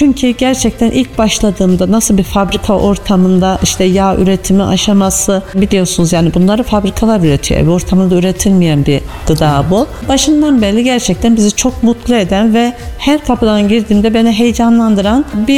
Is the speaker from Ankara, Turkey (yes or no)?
no; Ağırnas, Kayseri, Turkey; Arnaslıyım, doğma büyüme. Arnas'ın kızı ve geliniyim şu anda.